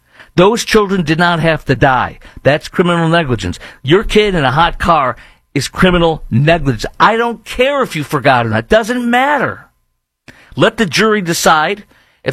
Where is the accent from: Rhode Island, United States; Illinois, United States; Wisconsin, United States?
Illinois, United States; Chicago; And we'll juxtapose it with the serious crime problem as well on steroids in Chicago, my hometown.